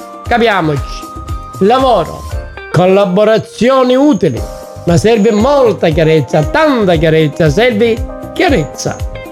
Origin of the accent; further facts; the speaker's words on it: Vittoria, Sicily, Italy; io sono di Ragusa, Sicilia, Vittoria, metto.